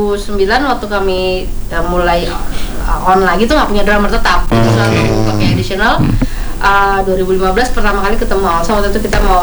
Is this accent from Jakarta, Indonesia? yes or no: yes; Jakarta, Indonesia; Saya sebenarnya orang tua saya Jawa Tengah, tapi saya dari kecil di Jakarta.